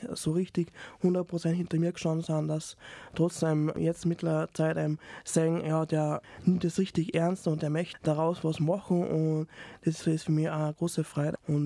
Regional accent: Salzburg, Austria; also born or lived in Taxham; Ich bin in Salzburg-Liefering aufgewachsen, habe die Vorschule und die erste Klasse in Liefering bestritten. Dann sind wir umgezogen in Daxam

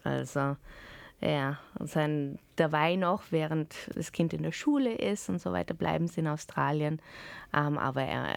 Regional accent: Port Harcourt, Nigeria; also born or lived in Lagos; Und dann haben sie gefragt, wo ich aufgewachsen bin. Habe ich gesagt, eben Port Harcourt, Lagos und so weiter.

